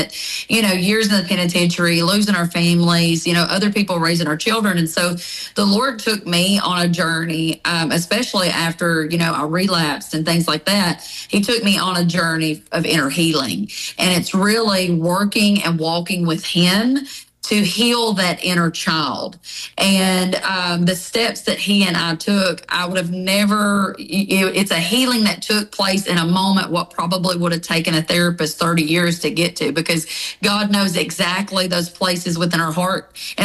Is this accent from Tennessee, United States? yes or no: yes; Tennessee, United States; now in Kentucky, United States; So I'm originally from Tennessee, but I have been in Kentucky the last 19 years.